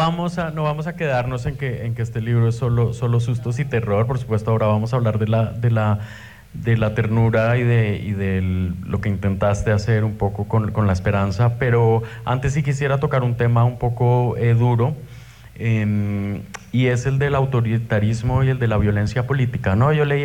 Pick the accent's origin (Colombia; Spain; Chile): Colombia; yo soy colombiano, en lo que acaba de pasar en mi país